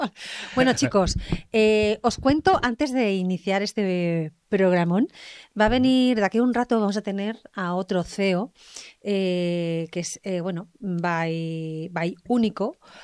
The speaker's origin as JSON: {"language": "Spanish", "area": "Tenerife", "region": "Canary Islands", "country": "Spain", "said": "Tenerife también, mi tierra."}